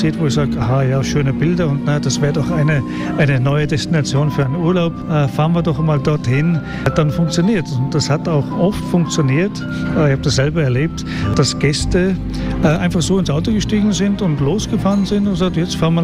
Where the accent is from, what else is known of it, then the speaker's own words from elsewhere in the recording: Bedford, East of England, United Kingdom; now in Austria; Nein, ich bin gebürtiger Engländer … Ich bin aber schon 20 Jahre hier in Österreich.